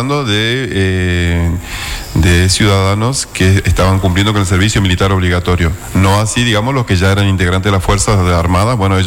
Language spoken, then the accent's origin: Spanish; Presidencia Roque Sáenz Peña, Chaco, Argentina; born there; estudié piano cuando era chico en Sáenz Peña